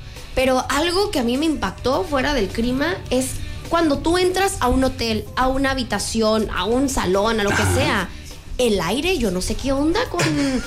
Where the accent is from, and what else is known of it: Mexico